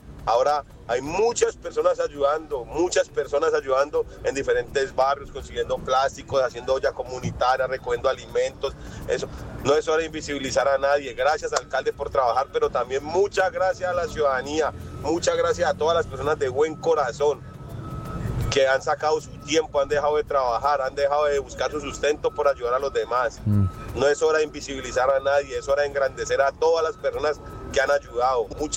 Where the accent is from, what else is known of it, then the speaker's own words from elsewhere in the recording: Cali, Valle del Cauca, Colombia; Hay que agradecernos como personas, como caleños, como seres humanos.